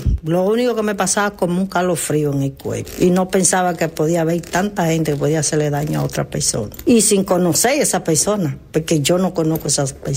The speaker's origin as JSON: {"language": "Spanish", "region": "Santo Domingo", "country": "Dominican Republic", "tie": "born there", "moved": "yes", "said": "De Santo Domingo, de República Dominicana."}